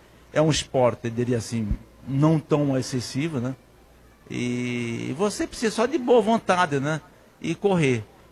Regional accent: Bezerros, Pernambuco, Brazil; E sou daqui de Bezerro.

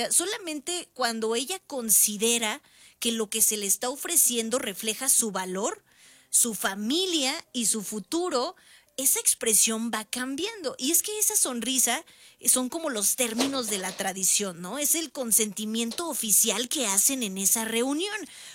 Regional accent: Mexico; porque tal vez como mexicanos hemos ido saliendo de algunos moldes que se nos hacía muy difícil comprender de lo que pasaba con nuestros abuelos

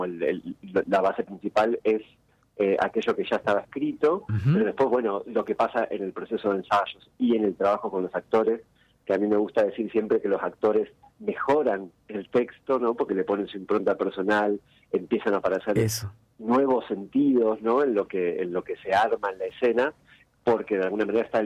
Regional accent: Gualeguay, Entre Ríos, Argentina; un festival en Gualeguay, que es de donde soy yo, en Entre Ríos.

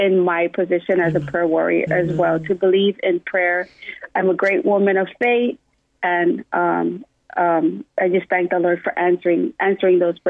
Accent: Hawaii, United States; I'm from Wamnala, born and raised, so that song is very dear to me.

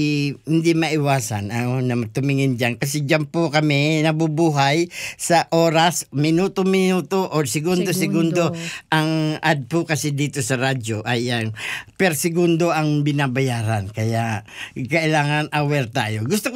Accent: Bicol Region, Philippines; first language Bicol; Tagalog is a second language; now in Melbourne, Australia; alam naman ng karamihan dito sa Melbourne na ang native tongue ko is not Tagalog. Bicol. Ang aking salita, Bicol.

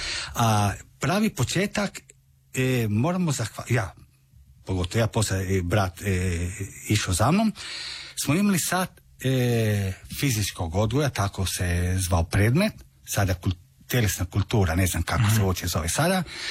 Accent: Pula, Istria County, Croatia; ja sam zajedno sa bratom do 93. smo imali isključivo talijansko državljanstvo i 93. smo, pošto smo rođeni u Puli, smo dali zahtjev i imao mi hrvatsko državljanstvo.

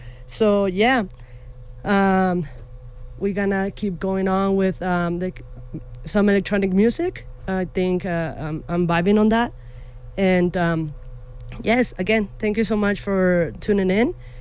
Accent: Tijuana, Baja California, Mexico; moved away; I am from Tijuana originally.

